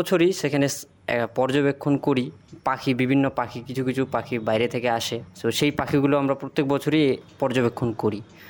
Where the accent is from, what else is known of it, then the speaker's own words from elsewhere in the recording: Pharabari, West Bengal, India; আমাদের গ্রামটার নাম হচ্ছে ফাড়াবাড়ি, সে ফাড়াবাড়ির সামনে আমাদের একটা নদী আছে যেটা হচ্ছে চেঙ্গামাঞ্জা নদী।